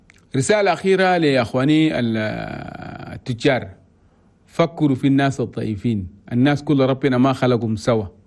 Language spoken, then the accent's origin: Arabic; Chad; أي زول تشادي